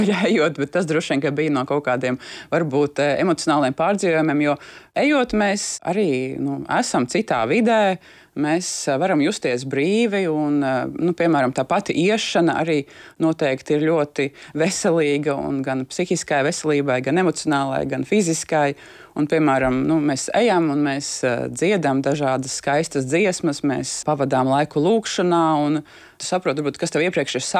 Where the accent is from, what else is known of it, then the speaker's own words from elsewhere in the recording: Riga, Latvia; ko mēs arī kā rīdzinieki reizēm ļoti novērtējam